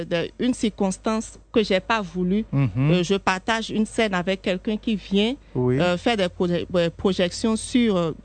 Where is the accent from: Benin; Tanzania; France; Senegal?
Benin; puisqu'il savait que j'étais du Bénin, il s'est rapproché de moi pour me dire, bon, écoute, je suis passée dans ton pays du sud, je suis montée jusqu'au nord.